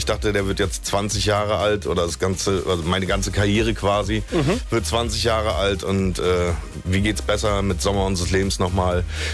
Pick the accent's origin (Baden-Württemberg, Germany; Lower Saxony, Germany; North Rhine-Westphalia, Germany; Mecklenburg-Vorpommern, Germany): Mecklenburg-Vorpommern, Germany; Prerow; kann ich das Musikvideo bei mir in meiner Heimat drehen mit meinen Leuten? Und er meint, ey, geile Idee, machen wir. Und da passt ja der Strand von Prero direkt, ne?